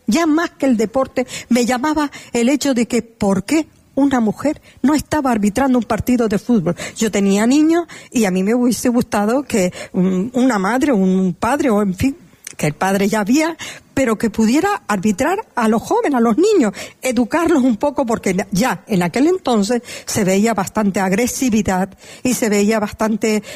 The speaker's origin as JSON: {"language": "Spanish", "town": "Telde", "region": "Canary Islands", "country": "Spain", "said": "Y en la ciudad de Telde, de donde yo soy, precisamente allí no había, no existía nada de ello."}